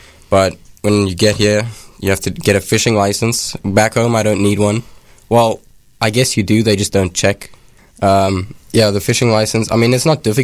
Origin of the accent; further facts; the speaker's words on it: Pretoria, Gauteng, South Africa; now in Wayne, United States; I'm from South Africa, Pretoria, South Africa, to be specific, yeah.